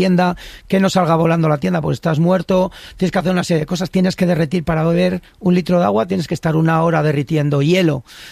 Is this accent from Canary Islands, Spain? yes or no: no; Íscar, Castile and León, Spain; Eso curte, sí, es un territorio duro. Soy castellano y ahí nos hacemos duros.